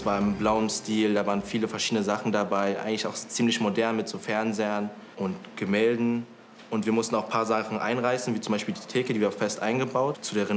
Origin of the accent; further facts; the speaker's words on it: Hong Kong; Bei uns in Hongkong ist es sehr exotisch, mit vielen Innereien, Darm, aber das ist halt für Leute in Deutschland oder in Europa sehr neu und interessant natürlich.